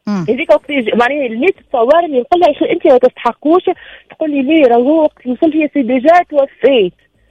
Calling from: Tunisia

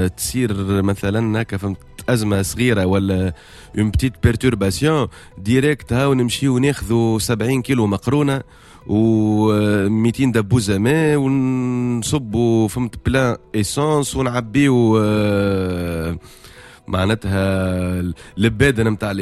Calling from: Tunisia

